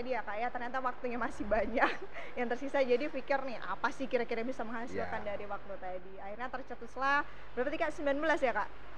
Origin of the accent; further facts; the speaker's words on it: Sumatra, Indonesia; Karena saya kan dari Sumatera, siapa tahu bisa undang kakak berdua sampai Sumatera nih kak.